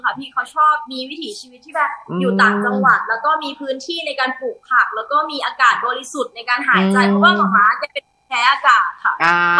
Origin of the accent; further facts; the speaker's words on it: Sukhothai, Thailand; moved away; also born or lived in Bangkok; เติบโตมาที่สุโขทัยค่ะอยู่กับคุณยาย